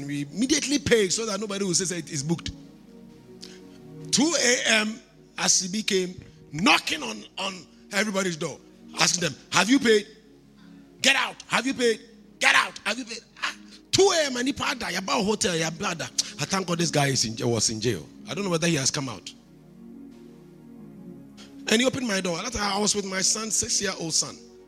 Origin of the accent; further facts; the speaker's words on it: Kumasi, Ashanti, Ghana; I come from Kumasi.